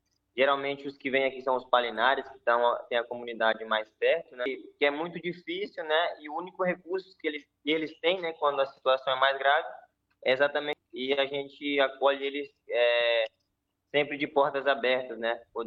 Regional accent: Apuí, Amazonas, Brazil; moved away; Eu sou de Apuí, fica mais ao sul do Amazonas.

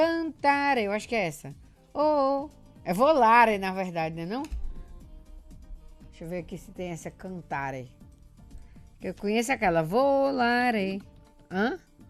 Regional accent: Fortaleza, Ceará, Brazil; moved away; eu vou viajar pra minha terra, pra Fortaleza

